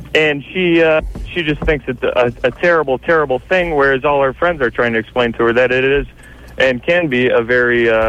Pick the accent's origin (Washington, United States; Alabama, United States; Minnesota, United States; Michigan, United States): Michigan, United States; I'm originally from the Michigan.